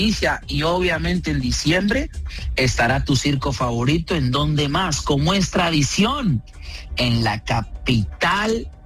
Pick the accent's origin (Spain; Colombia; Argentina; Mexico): Mexico; O sea, yo nunca me he presentado en México, en mi tierra.